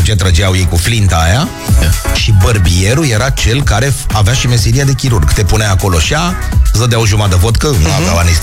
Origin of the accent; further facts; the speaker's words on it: Pitești, Argeș, Romania; born there; now in Bucharest, Romania; eu m-am născut la Pitești și m-am strămutat la București